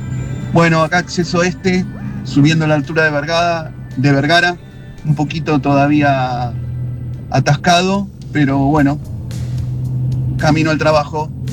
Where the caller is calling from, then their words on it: Ituzaingó, Buenos Aires Province, Argentina; de Ituzaingó.